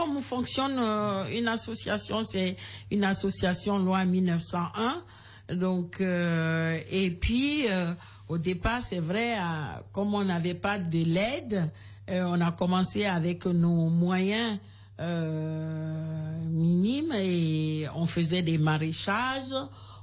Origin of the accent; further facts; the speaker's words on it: Kpalimé, Plateaux, Togo; Je suis originaire de Palimé.